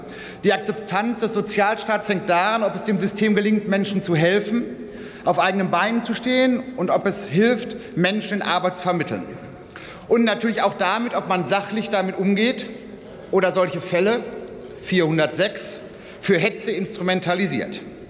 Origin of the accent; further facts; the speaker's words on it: Dortmund, North Rhine-Westphalia, Germany; Deshalb drängen viele der betroffenen Kommunen wie Mannheim, Duisburg, Gelsenkirchen oder meine Heimatstadt Dortmund schon lange darauf, dieser Form der organisierten Kriminalität ein Ende zu bereiten.